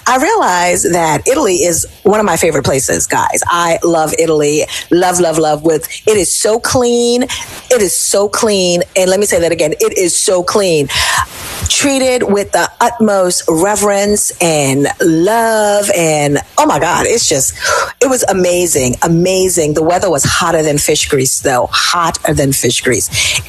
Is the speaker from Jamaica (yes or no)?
yes; Jamaica; So I was like, I'm a Jamaican citizen. Like, I'm an American citizen, dual citizenship. But I said, I'm from Jamaica, after that response.